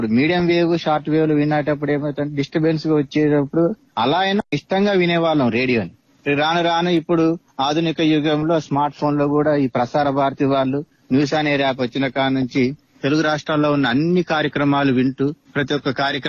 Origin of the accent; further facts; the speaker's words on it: Rampuram, Telangana, India; మాది భద్రాద్రి కొత్తగూడెం జిల్లా చుంచుపల్లి మండలం రాంపురం గ్రామం.